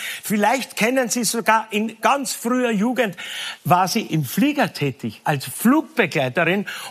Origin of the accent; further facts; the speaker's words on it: Vienna, Austria; Ich bin ein Wiener